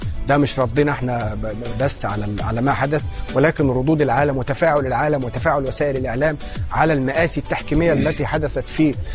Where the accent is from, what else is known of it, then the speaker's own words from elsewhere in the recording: Egypt; لينا كمصريين